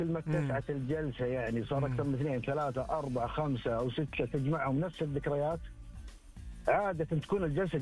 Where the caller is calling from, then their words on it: Riyadh, Riyadh Province, Saudi Arabia; أكلمك من الرياض.